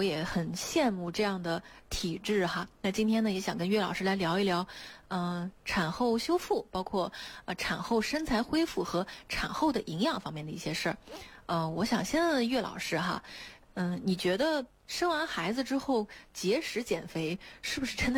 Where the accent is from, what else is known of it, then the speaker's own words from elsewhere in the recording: China; 我们中国人